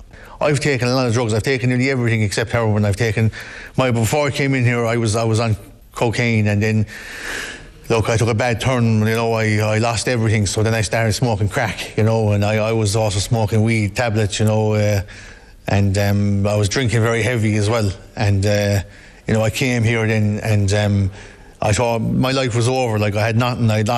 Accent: Sixmilebridge, Munster, Ireland; I'm from 6 Mile Bridge, County Clare.

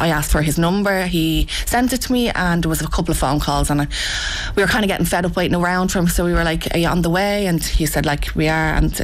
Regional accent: Dublin, Leinster, Ireland; also born or lived in Drimnagh, Dublin; we grew up in Fatima from I was born up until the age of 12. Fatima was lovely, like, you know, at the time, like, lovely working strong families come from Fatima Mansions and had a normal childhood. I was the only child.

